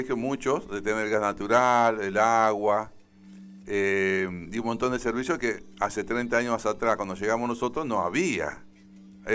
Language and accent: Spanish; Argentina